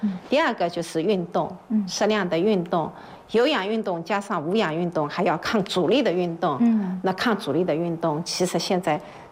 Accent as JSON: {"language": "Chinese", "country": "China", "said": "我们中国人"}